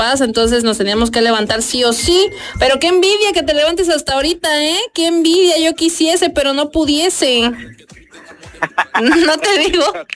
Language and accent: Spanish; Mexico; nosotros andamos modo mexicanos. Ya saben que pues el 15, del 15 al 16, todo el mundo se viste de mexicano. Somos mexicanos que nos vestimos de mexicanos